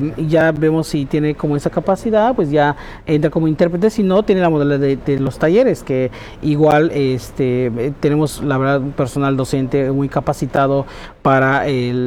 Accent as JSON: {"language": "Spanish", "region": "Yucatán", "country": "Mexico"}